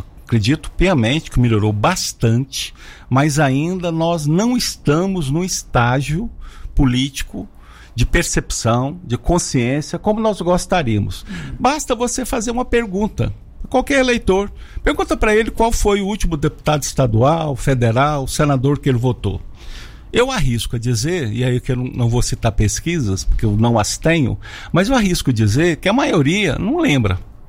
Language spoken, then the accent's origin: Portuguese; Goiás, Brazil; me envergonha como goiano